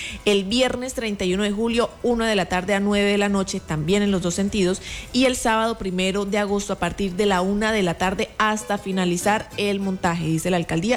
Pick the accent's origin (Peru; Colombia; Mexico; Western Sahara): Colombia; Cúcuta, Norte de Santander; Bueno, digamos que yo cuando era niña, Cúcuta lo relacionaba era a estar con toda mi familia, porque tenía a mi familia en el pueblo, en el Carmen, y aquí tenía a mi